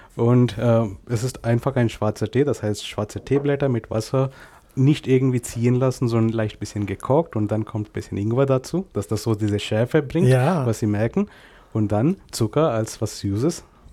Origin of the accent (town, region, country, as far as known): India; first language Kannada; German is a second language